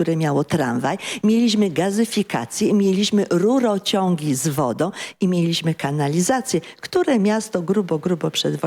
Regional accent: Bielsko-Biała, Silesian Voivodeship, Poland

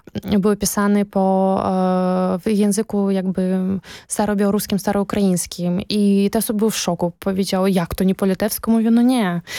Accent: Belarus; now in Poland; my nawet u siebie w Białorusi

